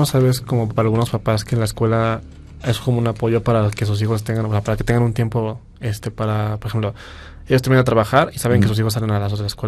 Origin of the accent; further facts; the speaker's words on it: Mexico; Ya soy mexicano, entonces puedo contaminar mi